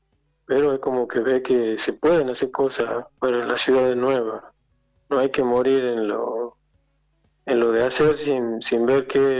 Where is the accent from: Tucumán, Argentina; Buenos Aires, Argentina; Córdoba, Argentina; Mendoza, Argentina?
Tucumán, Argentina; San Miguel de Tucumán; born there; Yo soy nacido en San Miguel de Tucumán